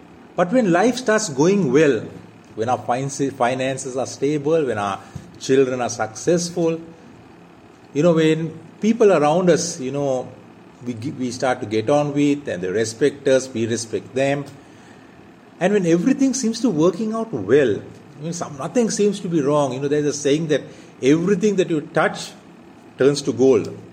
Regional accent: Colombo, Western Province, Sri Lanka; I am from Sri Lanka. The congregation that I belong to is in Colombo, Sri Lanka.

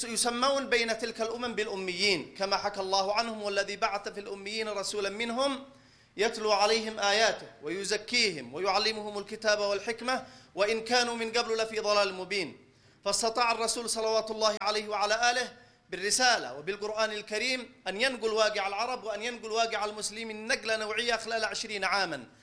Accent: Yemen; نحن في اليمن

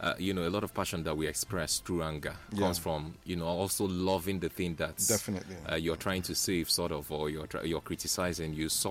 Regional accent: Nigeria

